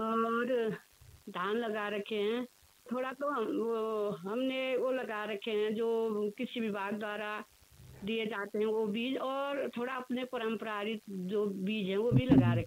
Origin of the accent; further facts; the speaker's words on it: Pithoragarh district, Uttarakhand, India; ग्राम Balakot, post office Harcourt, जिला पिथौरागढ़ की मूल निवासी हूँ।